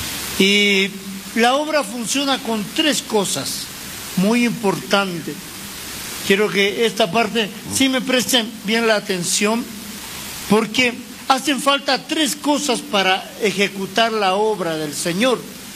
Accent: Argentina; yo soy de la República Argentina.

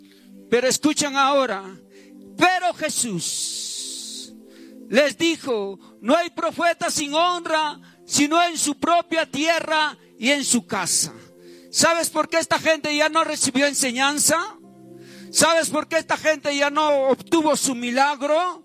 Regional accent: Peru; moved away; me vas a ver como el peruano

